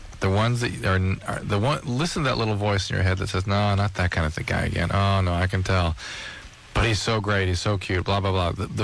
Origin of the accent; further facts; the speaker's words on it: West Hollywood, California, United States; I'm from West Hollywood.